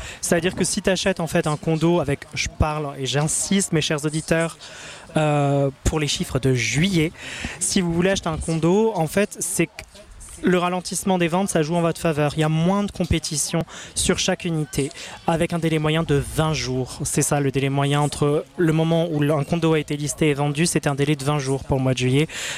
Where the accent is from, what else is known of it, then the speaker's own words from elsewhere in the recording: France; now in Winnipeg, Canada; je suis français, tu le sais, je te parle beaucoup de la France. J'adore partager mon temps entre la France et Winnipeg.